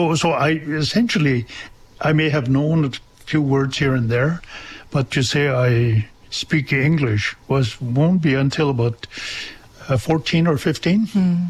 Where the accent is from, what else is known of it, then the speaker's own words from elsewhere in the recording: Tulita, Northwest Territories, Canada; English is a second language; now in Yellowknife, Canada; I am originally from Tulita, used to be called Port Norman, and I grew up on the land. and spent 7 years in residential schools. I live in Yellowknife now.